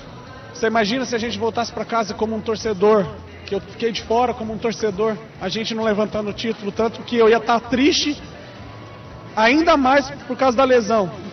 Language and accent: Portuguese; Claudia, Mato Grosso, Brazil; moved away; Como foi quando eu saí de Cláudia, Mato Grosso, uma cidade muito pequena.